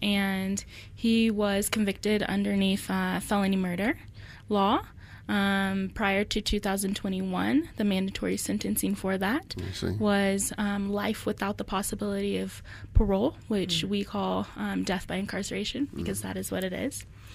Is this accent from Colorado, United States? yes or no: yes; Colorado Springs, Colorado, United States; also born or lived in Park Hill / Castle Rock; now in Denver, United States; I was born in Park Hill, and then at 2 years old, my family moved to Colorado Springs, and then I was there until I was 12, and then we went to Castle Rock.